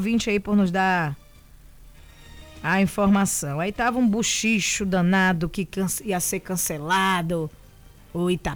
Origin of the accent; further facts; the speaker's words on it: Brazil; Somos brasileiros e queremos ver é vitória.